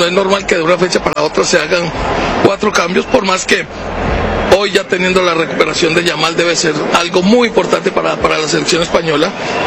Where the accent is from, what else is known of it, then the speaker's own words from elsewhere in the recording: Colombia; No, porque yo votaba en Colombia, claro. Sino... Pero tuve la tentación de viajar a votar.